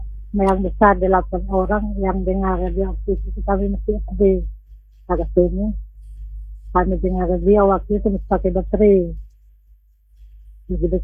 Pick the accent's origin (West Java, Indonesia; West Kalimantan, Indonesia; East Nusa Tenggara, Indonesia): East Nusa Tenggara, Indonesia; Sedikit RRI kami dapat di kampung, di Amalakun Selatan.